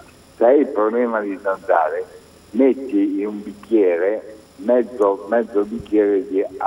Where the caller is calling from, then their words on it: Sanremo, Liguria, Italy; da Sanremo.